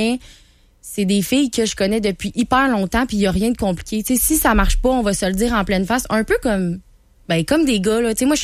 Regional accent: Beauport, Quebec, Canada; Moi, j'ai grandi à Beauport.

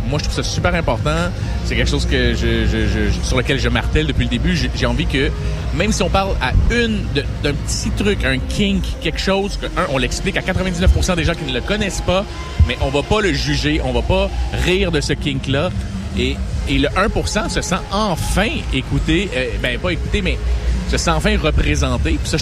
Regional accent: Quebec, Canada; accent: québécois; mon accent québécois.

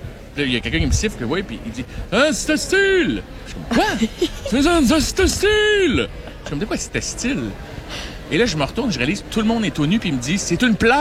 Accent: Quebec, Canada; accent: Quebec; Mais lui, il a compris une bonne place avec mon accent québécois.

